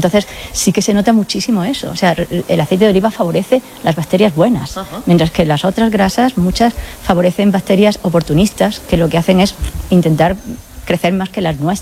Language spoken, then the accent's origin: Spanish; Jaén, Andalusia, Spain; Yo soy de Jaén y siempre tenía muchísima fe en el aceite de oliva.